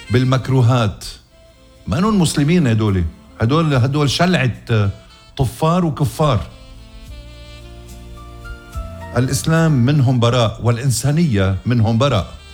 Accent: Lebanon; يا بلدي لبنان

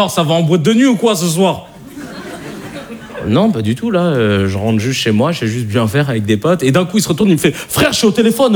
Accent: Paris, Île-de-France, France; j'ai grandi à Paris dans le 19e, et ensuite j'ai déménagé dans une ville qui s'appelle Arcueil, au sud de Paris.

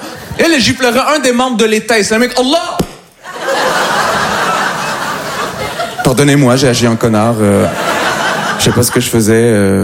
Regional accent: Montreal, Quebec, Canada; Voilà, je viens de Montréal, voilà. Ça s'entend, hein.

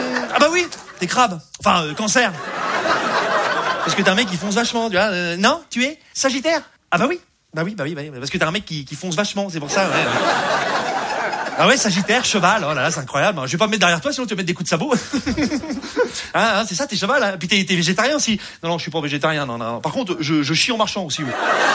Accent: Rouen, Normandy, France; je viens de Rouen, voilà, je vous le dis. Hein, je sais pas si vous connaissez un peu Rouen, c'est la Normandie, voilà.

